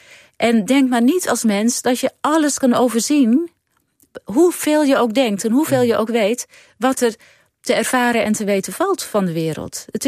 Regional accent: Netherlands; born there; ik als Nederlandse geboren vrouw

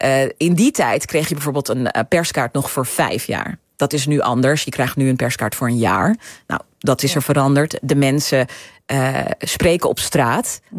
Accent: Netherlands; ik ben natuurlijk geboren en getogen in Nederland. En dan ga ik voor het eerst naar Turkije. Ja, ik ben toch gewoon Nederlands.

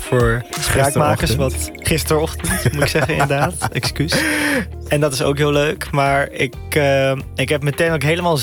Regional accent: Amsterdam, North Holland, Netherlands; ik ben geboren en opgegroeid in de Bijlmer, maar uiteindelijk naar school gaan in Amsterdam Oud-Zuid, wat ook een hele andere wereld is.

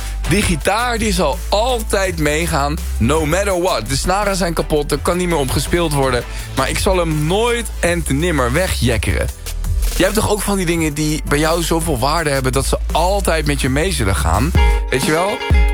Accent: Colombia; now in Netherlands; ik kom uit Colombia. Ik voel me ook verbonden met dat land.

